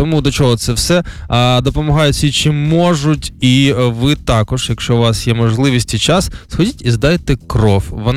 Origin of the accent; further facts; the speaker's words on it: Poltava, Poltava Oblast, Ukraine; як полтавець підтверджує.